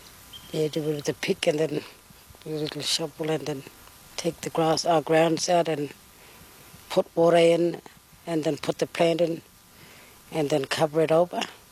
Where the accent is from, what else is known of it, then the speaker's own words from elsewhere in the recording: Tennant Creek, Northern Territory, Australia; I'm a local from Tennant Creek. I lived all my life here. I'm a Wurrumbungal lady.